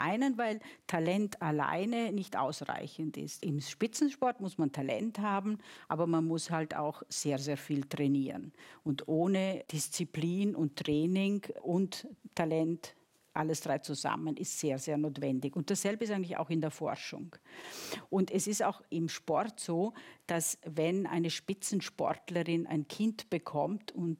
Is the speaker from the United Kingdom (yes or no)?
no; Italy; Also ich selber bin ja auch Italienerin